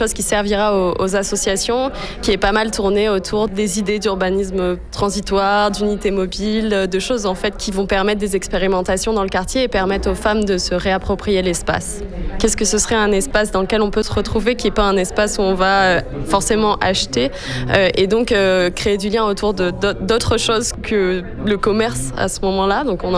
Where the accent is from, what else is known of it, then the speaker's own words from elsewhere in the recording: Sanary-sur-Mer, Provence-Alpes-Côte d'Azur, France; Je viens de Sanary-sur-Mer, donc pas très loin de Marseille, et j'ai 26 ans.